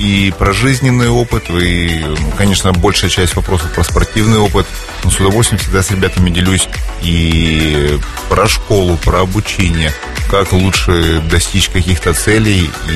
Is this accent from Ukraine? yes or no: yes; Kharkiv, Kharkiv Oblast, Ukraine; Нет, на самом деле, я родом из Советского Союза, из Украины, из города Харьков.